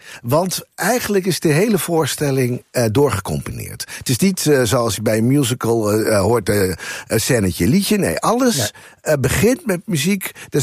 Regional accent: Drenthe, Netherlands; Ja, ik ben Drent, ja.

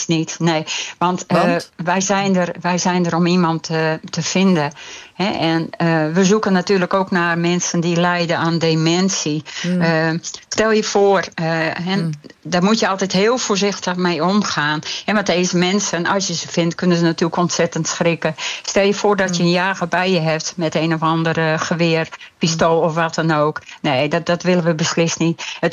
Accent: Friesland, Netherlands; ik ben zelf een Fries

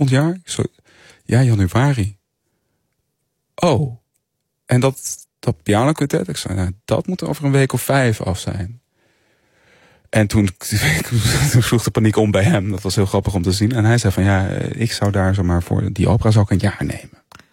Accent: Culemborg, Gelderland, Netherlands; Culemborg, ja, kom ik uit. Ja. En ben ik opgegroeid.

